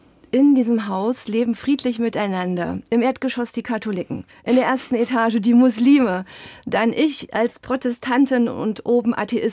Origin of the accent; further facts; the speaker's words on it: Eisenach, Thuringia, Germany; Ich liebe Bach, ich komme aus Eisenach natürlich, ich bin mit der Musik groß geworden.